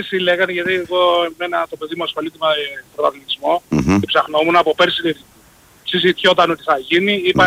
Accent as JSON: {"language": "Greek", "country": "Greece"}